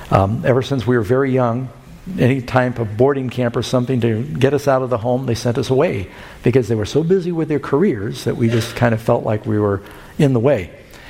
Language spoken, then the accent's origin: English; New York City, New York, United States; born there; also born or lived in Burbank, California; Now, I grew up mostly in New York City. I'm born in Southern California, in Burbank. I grew up, Mom moved to New York City after she divorced Dad.